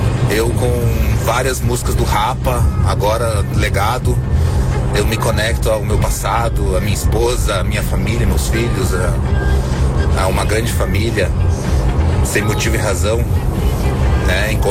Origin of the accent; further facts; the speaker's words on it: Ponta Grossa, Paraná, Brazil; sou aqui de Ponta Grossa, Paraná.